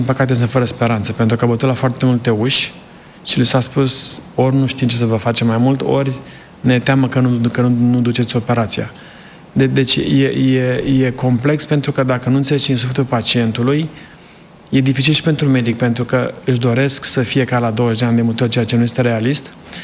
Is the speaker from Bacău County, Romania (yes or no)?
no; Sibiu County, Romania; now in United States; am vrut să crească cam cum am crescut eu, sunt de lângă Sibiu. Am stat lângă copșa mică și...